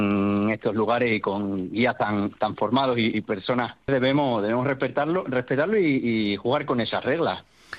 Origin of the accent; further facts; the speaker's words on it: Extremadura, Spain; Como somos los extremeños, con los brazos abiertos a todos